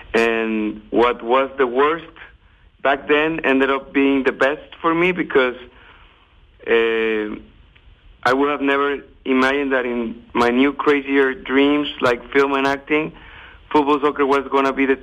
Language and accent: English; Guadalajara, Jalisco, Mexico; first language Spanish; English is a second language; moved away as an adult; also born or lived in United Kingdom / United States; Well, I am born and raised in Guadalajara, Jalisco, Mexico. So I speak Spanish all the time. I think in Spanish. I always bring my Mexican expressions.